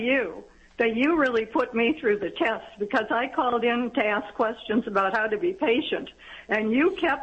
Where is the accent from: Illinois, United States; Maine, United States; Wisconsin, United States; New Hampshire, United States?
Illinois, United States; moved away; I am from Illinois originally.